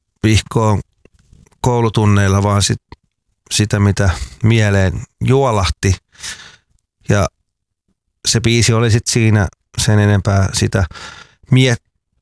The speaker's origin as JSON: {"language": "Finnish", "town": "Hämeenkyrö", "region": "Pirkanmaa", "country": "Finland", "moved": "yes", "lives_now": "Tampere, Finland", "said": "ollaanko me sit kuitenkin Hämeenkyröstä sit kuitenkin, vaikka mä koen, että olen tamperelainen, tai sanotaanko, että me ollaan tamperelaistuttu"}